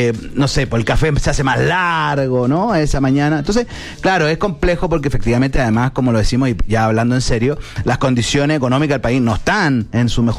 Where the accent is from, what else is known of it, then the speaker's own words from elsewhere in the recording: Chile; que es también reflexionar sobre nuestras tradiciones, sobre lo que somos como chilenos.